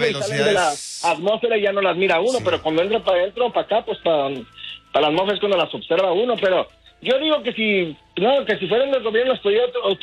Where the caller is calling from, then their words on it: Tepame, Colima, Mexico; soy de Tepame, es un saludo a la gente de Tepame